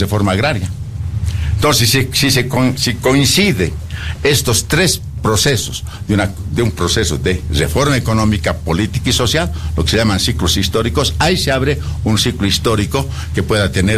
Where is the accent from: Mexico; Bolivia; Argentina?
Bolivia